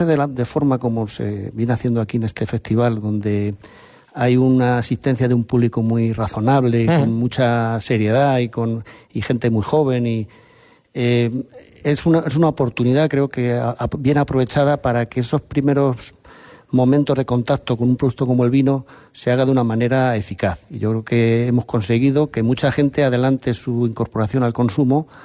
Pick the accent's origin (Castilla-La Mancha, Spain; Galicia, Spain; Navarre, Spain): Castilla-La Mancha, Spain; La Roda; yo soy de La Roda y trabajo aquí en La Roda